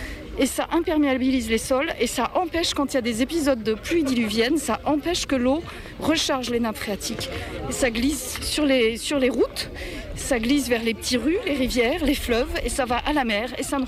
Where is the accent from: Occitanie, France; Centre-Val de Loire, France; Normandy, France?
Centre-Val de Loire, France; Mais nous, on vient d'Eure-et-Loire parce qu'on lutte contre un autre gros projet d'infrastructure